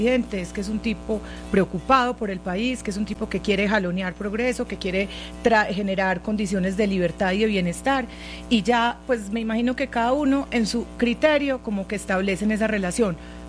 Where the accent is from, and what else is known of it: Antioquia, Colombia